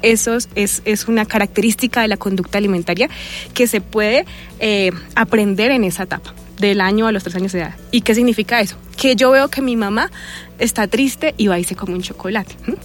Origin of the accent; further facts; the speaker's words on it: Boyacá, Colombia; Soy de Boyacá. Entonces yo he trabajado en varios municipios de Boyacá.